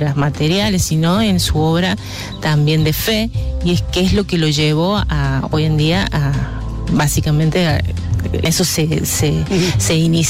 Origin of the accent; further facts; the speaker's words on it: Cura Brochero, Córdoba, Argentina; Bueno, yo crecí, soy nacida aquí en Cura Brochero, yo crecí sabiendo